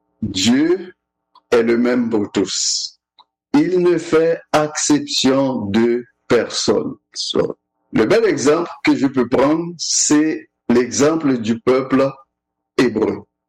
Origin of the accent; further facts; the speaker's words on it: Haiti; Le peuple haïtien aujourd'hui, moi je suis haïtien, le peuple haïtien aujourd'hui qui vit cette situation